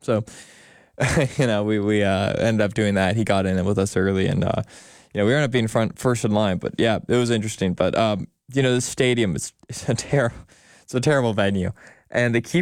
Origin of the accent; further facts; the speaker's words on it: Oregon, United States; moved away; because I'm from Oregon.